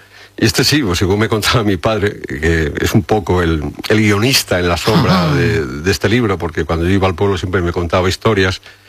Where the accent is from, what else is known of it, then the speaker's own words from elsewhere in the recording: Fermoselle, Castile and León, Spain; el barrio de mi pueblo, de Fermoselle, se llama Alto Santa Colomba